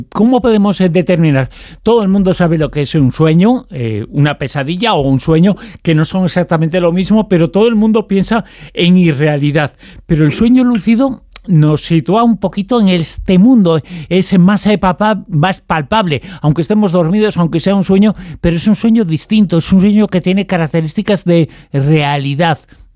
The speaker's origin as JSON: {"language": "Spanish", "country": "Spain"}